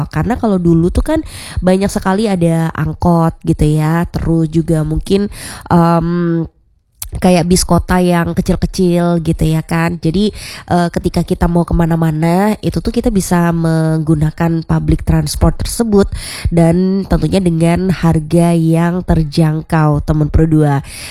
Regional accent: Yogyakarta, Special Region of Yogyakarta, Indonesia; kita sebagai warga Jogja

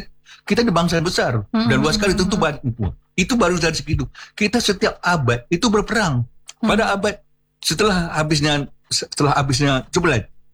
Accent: Riau, Indonesia; Contoh misalnya, kalau kita orang Riau ini pasti pernah dengar nama Koyan.

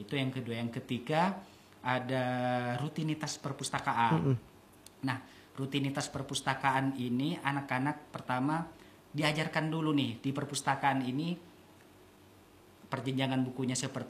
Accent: Sumenep, East Java, Indonesia; born there; moved away; also born or lived in Yogyakarta; saya lahir di Sumenep

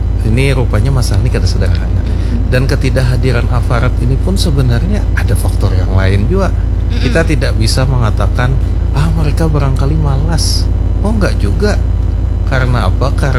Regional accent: South Kalimantan, Indonesia; Jadi kita ini sebenarnya orang Banjar ini dikenal secara budaya itu sangat agamis.

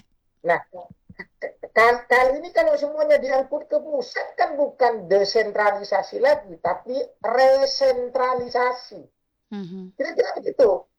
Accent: Bangkalan, East Java, Indonesia; saya orang Madura, Mbak. Saya orang Bangkalan, Pak Yuda.

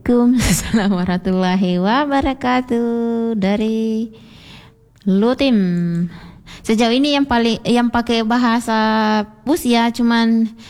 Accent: West Sulawesi, Indonesia

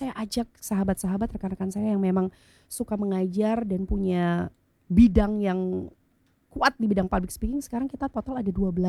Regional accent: Bali, Indonesia; born there; Tapi at the end, saya kembali lagi ke tempat kelahiran saya di Bali

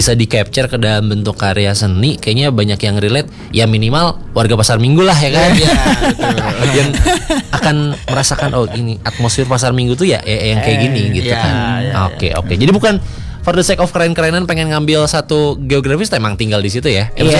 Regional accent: Bandung, West Java, Indonesia; kebetulan aku orang Cijerah juga.

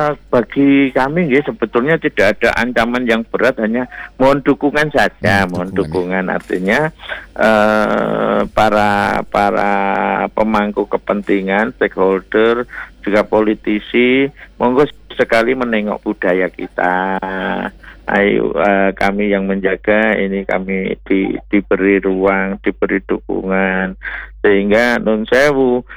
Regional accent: Java, Indonesia; kita ini orang Jawa, bahwa kita ini orang Indonesia, bukan orang Barat, bukan orang Arab.

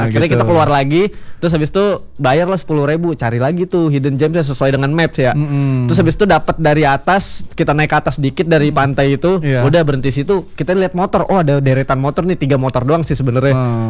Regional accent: Jakarta, Indonesia; now in Denpasar, Indonesia; kalau aku kan dari Jakarta nih teman pro 2 ya, merantau ke Denpasar.

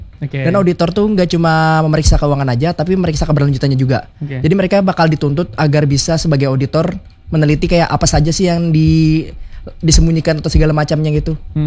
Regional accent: Banjar, South Kalimantan, Indonesia; kita tuh sebagai orang Banjar

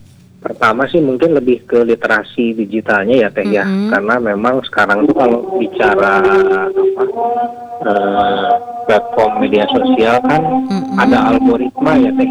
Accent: Bandung, West Java, Indonesia; Kadang-kadang kita orang Bandung yang sendiri malah ketinggalan gitu

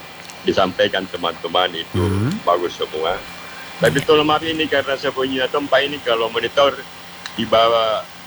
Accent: South Sulawesi, Indonesia; Memang kalau gotong royong itu orang Jawa, kalau kita orang Makassar di Batang

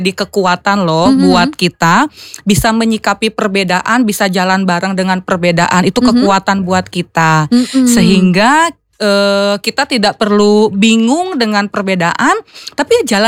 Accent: Purwokerto, Central Java, Indonesia; also born or lived in Sumatra / Bandung; Saya asli dari Sumatera, yang tinggalnya di Bandung, sekarang besarnya di Purwokerto.

